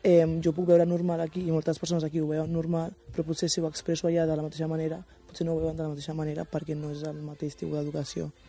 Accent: Catalonia, Spain; al final he crescut aquí des que soc petita

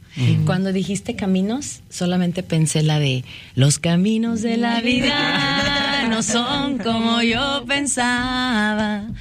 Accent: Mexico; now in Wisconsin, United States; yo como mexicana, ¿no? Pero acá en Wisconsin

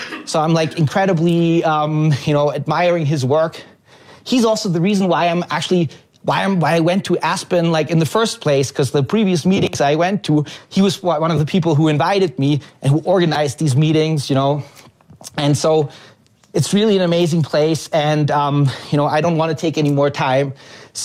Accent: Germany; moved away as an adult; now in United States; I'm from Germany

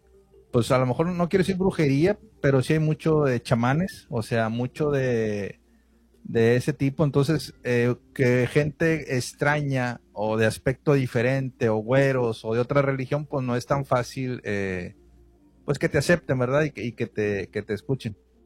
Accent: Monterrey, Nuevo León, Mexico; Yo soy de Monterrey

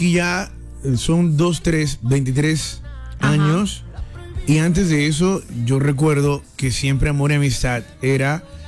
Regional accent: Colombia

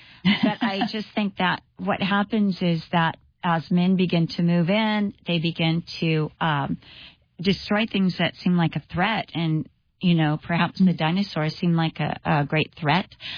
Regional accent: California, United States; Because I was raised in California.

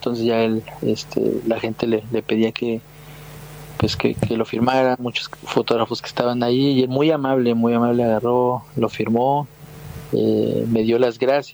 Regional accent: Mexico; Pues mira, obviamente pues como mexicano quiero que siempre le vaya bien a México

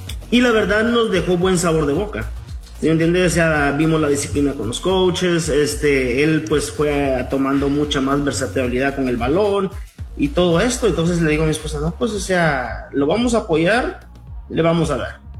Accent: Guatemala; now in United States; yo soy de Guatemala, mi esposa es de México y pues Chris nacido acá.

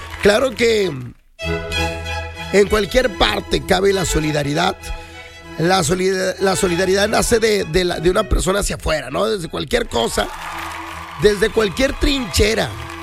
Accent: Mexico

